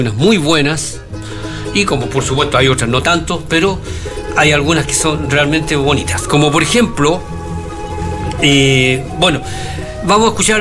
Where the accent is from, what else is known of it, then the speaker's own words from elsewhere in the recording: Chile; porque nosotros chilenos somos americanos